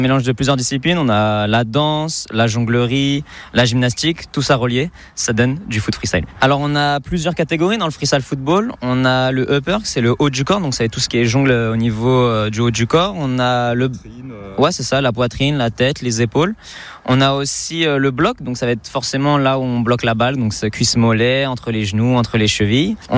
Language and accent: French; Brétigny-sur-Orge, Île-de-France, France; Je viens tout droit de l'Essonne, plus particulièrement à Brétigny.